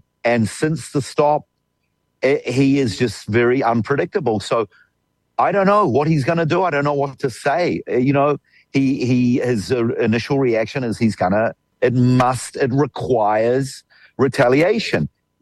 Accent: Netanya, Central District, Israel; I'm in my hometown of Netanya on the Mediterranean coast, about half an hour north of Tel Aviv, half an hour south of Haifa

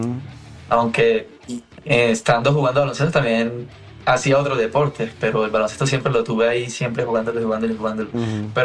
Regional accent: Barranquilla, Atlántico, Colombia; born there; Barranquilla. Barranquilla.

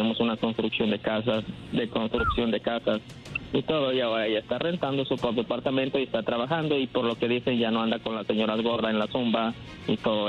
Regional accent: Nuevo León, Mexico; No, yo soy de Nuevo León.

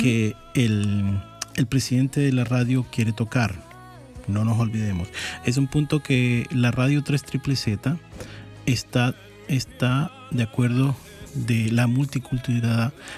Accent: Argentina; para mí como argentino tenía de todo. Tenía el alfajor, tenía nosotros como unos caramelos que se llaman palito de la selva

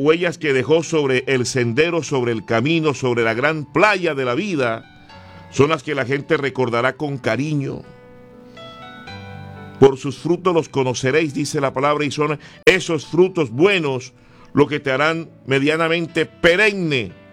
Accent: Colombia; nos invita a unirnos como colombianos y como hijos del mismo Dios

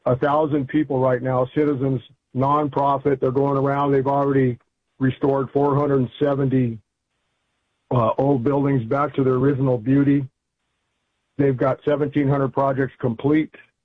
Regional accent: Inglewood, California, United States; also born or lived in Compton, California; I grew up on Compton Boulevard. I was born in Inglewood, and I had friends there in Compton

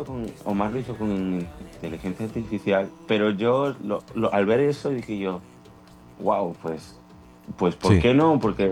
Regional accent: Spain; born there; Donde yo nací es el pulpo, los mariscos, el churrasco.

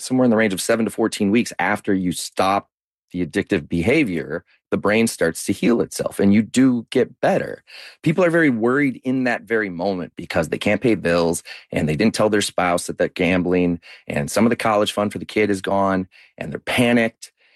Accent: Michigan, United States; And back when I grew up in Michigan.

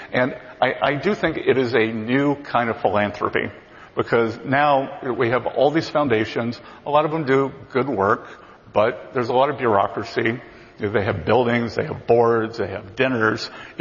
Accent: South Carolina, United States; Look, I was a kid from South Carolina, a small town, and I was growing up

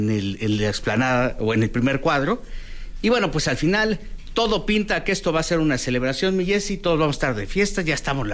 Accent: Mexico; celebrarnos como mexicanos

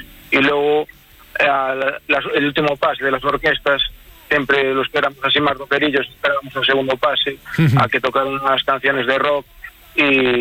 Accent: Carnota, Galicia, Spain; Estoy llegando a mi pueblo, a Caldebarcus, en Carnota.

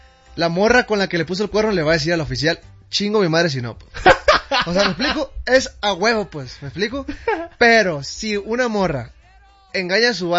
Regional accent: Tijuana, Baja California, Mexico; moved away as an adult; now in Sinaloa, Mexico; Yo crecí en Tijuana, yo nací en Tijuana hasta mis 20 años. A mis 21 me fui a Sinaloa, que es donde vivo actualmente, y llevo 5 años viviendo ahí.

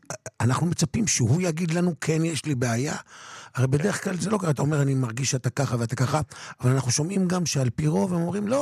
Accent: Kiryat Shmona, Northern District, Israel; אני בתור ילד בקריית שמונה גדלתי עם 200 קטיושות בלילה

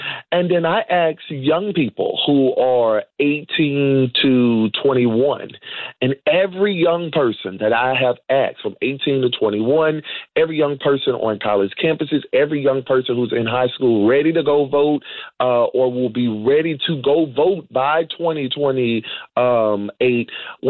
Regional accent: Fayette, Mississippi, United States; He and I serve on the board together for the Honorable Josh Evers from my hometown of Fayette, Mississippi.

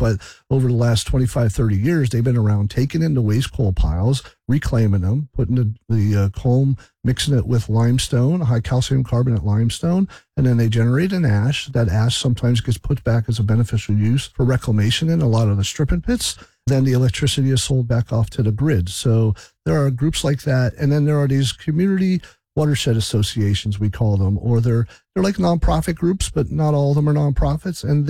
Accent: Wilkes-Barre, Pennsylvania, United States; I'm a lifelong resident here of the Wyoming Valley. I was born and raised in Wilkes-Barre, so this is my backyard here.

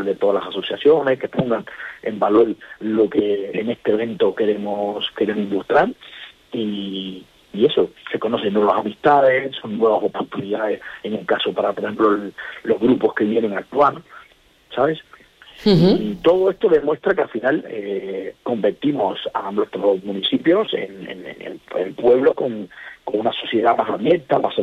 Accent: Cuba; now in Albacete, Spain; yo por ejemplo soy cubano, pero cuando ya me relaciono con muchas personas

